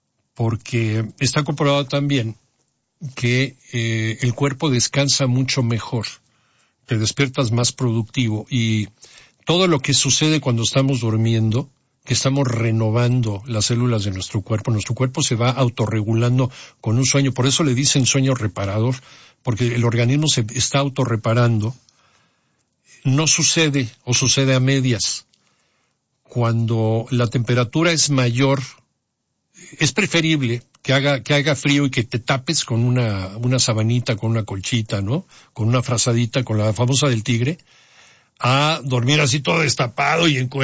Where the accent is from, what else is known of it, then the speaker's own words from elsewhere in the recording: Cancún, Quintana Roo, Mexico; moved away; saludos allá a mi tierra